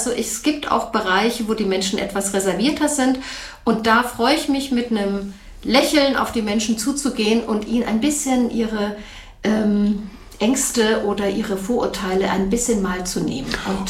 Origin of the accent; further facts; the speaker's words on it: Cologne, North Rhine-Westphalia, Germany; moved away as an adult; also born or lived in Saxony-Anhalt; now in Leipzig, Germany; Ich bin in Köln geboren, bin also noch in den alten Bundesländern eigentlich sozialisiert.